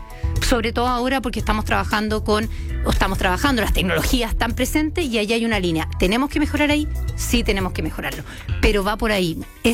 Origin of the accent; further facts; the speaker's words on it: Chile; Y el foco se pone en lo que somos como chilenos y lo que es Chile.